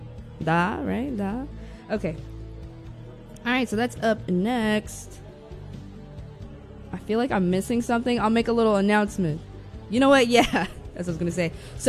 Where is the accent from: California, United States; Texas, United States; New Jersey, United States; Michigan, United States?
Texas, United States; Yes, I'm from Tejas.